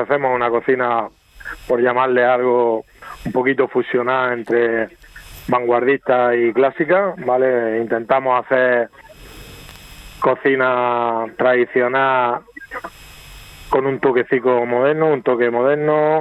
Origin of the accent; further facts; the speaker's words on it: Region of Murcia, Spain; Sí, el limón, como buenos murcianos, ya sabes, el limón es un ingrediente que a casi todo el mundo le gusta